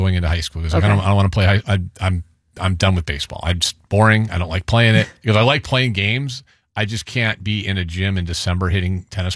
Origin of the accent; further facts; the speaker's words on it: Maple Valley, Washington, United States; We come from Maple Valley, not the most diverse place in the world.